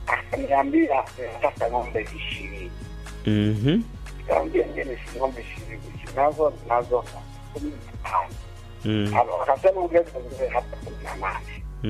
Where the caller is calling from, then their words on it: Mara, Tanzania; Sisi kwa mkoa wa Mara tuna kama kabila la Wakuria